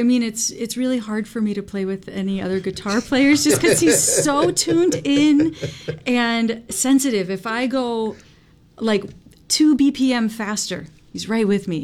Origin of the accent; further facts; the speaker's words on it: Omaha, Nebraska, United States; I'm from Omaha